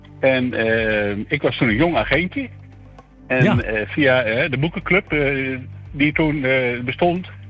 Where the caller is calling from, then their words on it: Deventer, Overijssel, Netherlands; Ik woon in Deventer